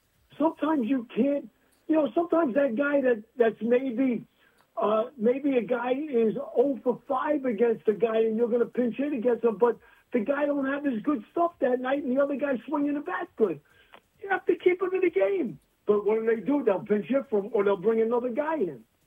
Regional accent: New York City, New York, United States; also born or lived in Middle Village, Queens; I was from Brooklyn, but I lived in Middle Village, which is right next door.

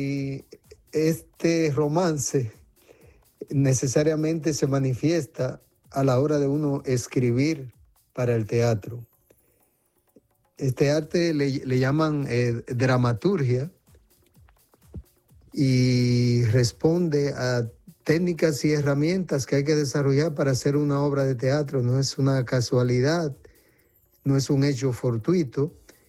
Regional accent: Salcedo, Hermanas Mirabal, Dominican Republic; en un grupo en mi ciudad natal de Salcedo

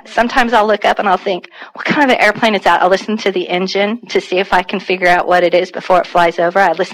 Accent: Moffett Field, California, United States; I grew up in Moffett Field, around Moffett Field.

